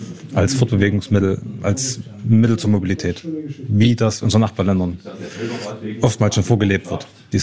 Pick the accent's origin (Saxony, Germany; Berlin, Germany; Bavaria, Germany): Saxony, Germany; Hohenstein-Ernstthal; ich komme aus Hohenstein-Ernstthal. Das liegt dort, wo Martin gerade die Rennstrecke beschrieben hat, am Sachsenring